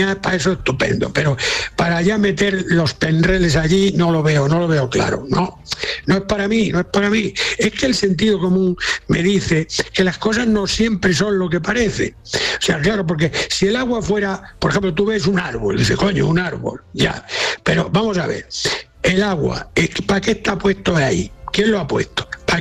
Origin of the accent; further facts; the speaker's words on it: Castile, Spain; En mi pueblo, por ejemplo, castellano